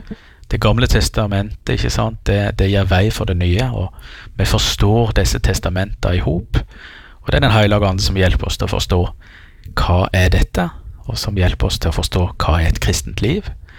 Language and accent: Norwegian; Rogaland, Norway; Og det kan vi jo forstå litt av her på, både på Sunnmøre og på Jæren der jeg er ifra.